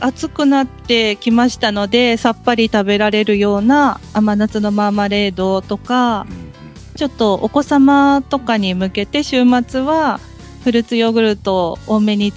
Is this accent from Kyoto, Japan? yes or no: no; Kitakyushu, Fukuoka, Japan; also born or lived in Tokyo; now in Yasugi, Japan; 安来の出身ではないんですけど、地元は福岡、北九州が地元で